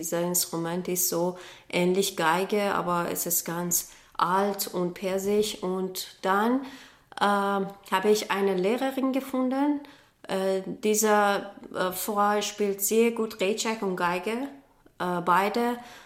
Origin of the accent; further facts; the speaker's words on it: Iran; German is a second language; moved away as an adult; now in Vienna, Austria; ich bin Rechake-Spielerin. Ich komme aus Iran. Ich habe an der Teheran Kunstuniversität persische Musik studiert. Und ab 2023 bin ich in Wien